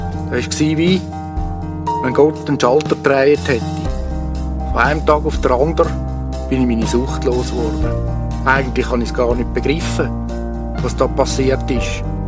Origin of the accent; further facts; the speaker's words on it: Switzerland; born there; also born or lived in Mexico; Ich bin in Mexiko auf die Welt gekommen, habe 9,5 Jahre dort gelebt. Dann haben sich meine Eltern entschieden, wieder zurück in die Schweiz zu kommen. Ich habe mich als Schweizer gefühlt, hatte einen Schweizer Pass und habe das Gefühl, ich komme heim.